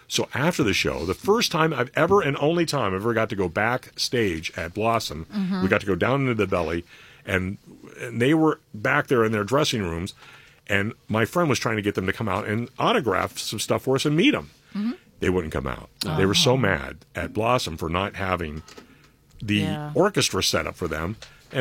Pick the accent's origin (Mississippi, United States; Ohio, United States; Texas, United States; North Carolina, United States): Ohio, United States; Minerva; I'm from Minerva originally, so it's very close. But Malvern is even a smaller town.